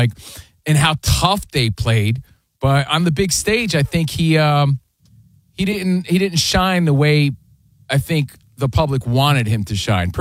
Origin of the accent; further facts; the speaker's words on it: East Coast, United States; and again, we're from the East Coast.